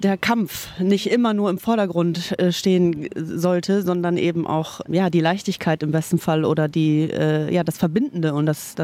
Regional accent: Germany; also born or lived in United States; ich bin ja in den USA geboren, aber in Deutschland aufgewachsen, aber hab ja viel Familie dort gehabt und bin immer wieder dort auch hingefahren.

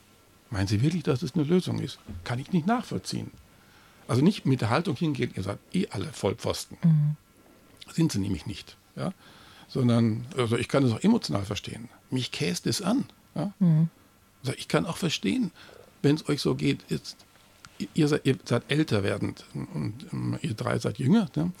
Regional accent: Bavaria, Germany; ich komme aus Bayern, da gab es wirklich üblen Wirtschaftsschlägereien mit zerbrochenen Mastkrügen.

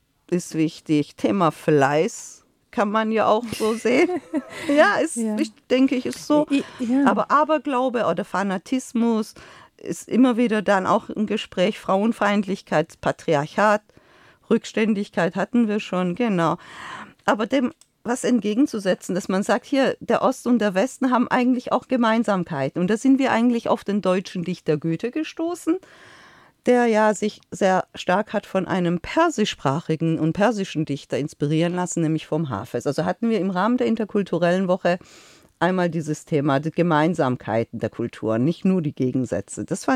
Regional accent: Iran; Ich komme ja aus dem Orient, ja, aus dem Iran.

